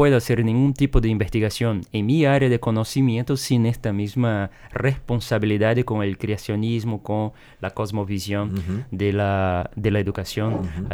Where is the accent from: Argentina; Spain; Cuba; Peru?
Argentina; moved away as an adult; Cuando vinimos como familia argentina